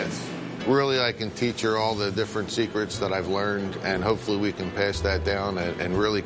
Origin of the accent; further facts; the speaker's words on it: Williamstown, New Jersey, United States; I'm from Williamstown, New Jersey